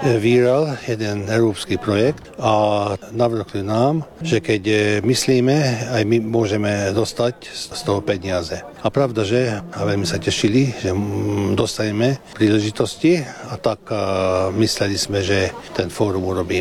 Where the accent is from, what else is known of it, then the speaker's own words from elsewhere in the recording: Hungary; Normálna vec, že my rodine po slovensky hovoríme a všade skúsime po slovensky hovoriť. Lebo my nie sme len Maďari, my sme aj Slováci. Aspoň tak sa cítime.